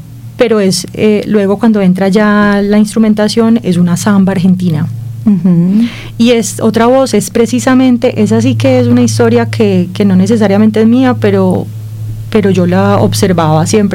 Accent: Medellín, Antioquia, Colombia; yo no crecí en la costa, yo crecí en Medellín, pero yo arranco para la costa, que estuve desde el año cero hasta los 17 años

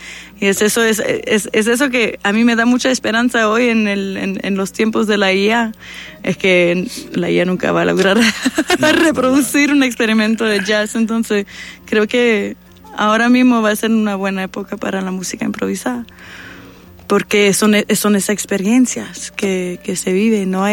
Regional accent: Montreal, Quebec, Canada; porque yo soy de Montreal, de la parte francófona de Canadá

